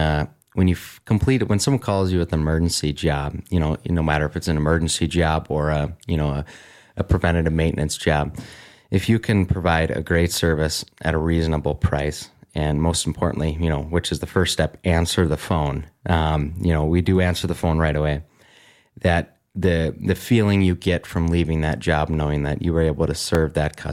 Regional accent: Duluth, Minnesota, United States; I am born and raised in Duluth, Minnesota. That's kind of where our home base is, Duluth, Minnesota.

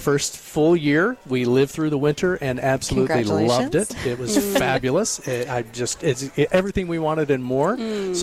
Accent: Texas, United States; also born or lived in Los Angeles / Chicago; So I'm originally from Texas.

